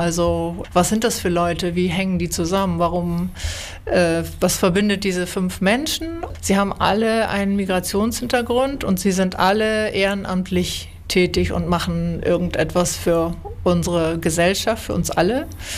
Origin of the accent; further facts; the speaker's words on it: Hamburg, Germany; moved away as an adult; now in Bremen, Germany; Ich lebe und arbeite in Bremen. Ich bin zum Studieren hergekommen. Eigentlich komme ich aus Hamburg.